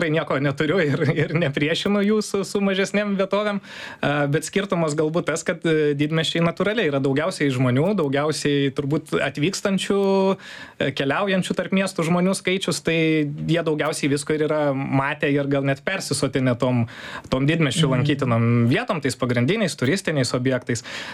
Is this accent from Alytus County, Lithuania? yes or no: no; Panevėžys, Panevėžys County, Lithuania; moved away as an adult; Tai aš pats esu iš Aukštaitijos sostinės, iš Panevėžio, ten gimiau, augau ir praleidau 19 metų.